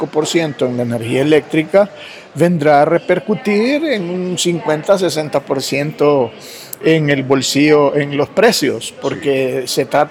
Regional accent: Honduras; somos todos los hondureños

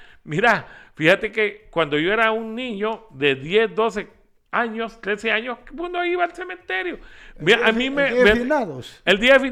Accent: Honduras; now in Tegucigalpa, Honduras; somos todos aquí hondureños, ciudadanos y ciudadanos de aquí de Tegucigalpa, habitantes de Tegucigalpa.

